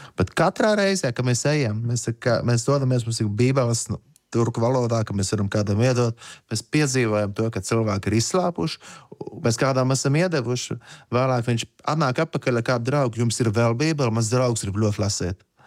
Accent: Talsi, Courland, Latvia; Talas, mēs nākam no Talasiem

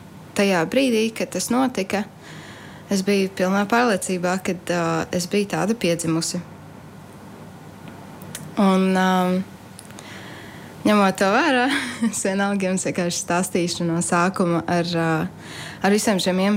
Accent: Skrīveri, Aizkraukle Municipality, Latvia; Es uzaugu baptistu draudzē, Skrīvaros.

